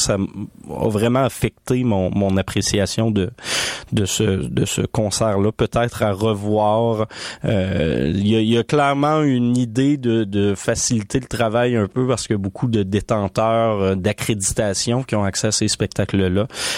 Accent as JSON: {"language": "French", "town": "Montreal", "region": "Quebec", "country": "Canada", "said": "en tant que Montréalaise"}